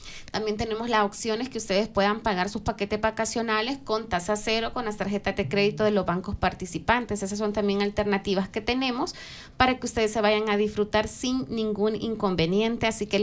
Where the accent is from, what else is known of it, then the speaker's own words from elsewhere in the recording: El Salvador; porque para irnos a París solamente necesitamos nuestro pasaporte vigente como salvadoreños.